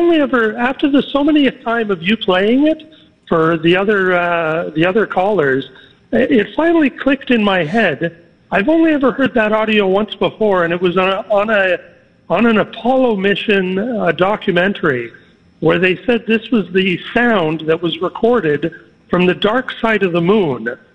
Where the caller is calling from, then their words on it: Canada; I'm Canadian. I'm on this side of the border.